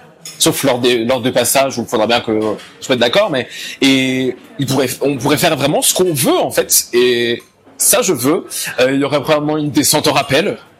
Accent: France; born there; je suis né en France. Je suis aussi dans mon pays

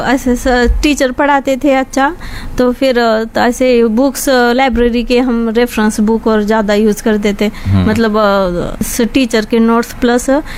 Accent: Ujani, Maharashtra, India; moved away; हमारा गांव भी मतलब बहुत अच्छा है ऐसे।

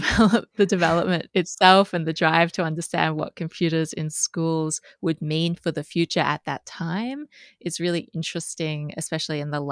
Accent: Australia; my home country, Australia.

